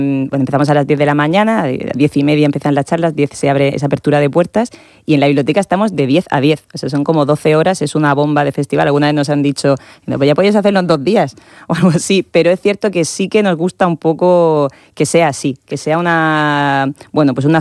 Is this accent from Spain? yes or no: yes; Region of Murcia, Spain; trata de migración charnega, que nosotros tenemos mucho que decir también como murcianas